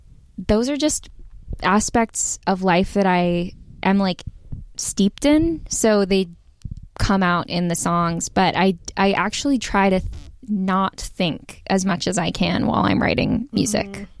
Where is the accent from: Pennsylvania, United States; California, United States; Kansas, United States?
California, United States; Topanga Canyon; I grew up in Topanga Canyon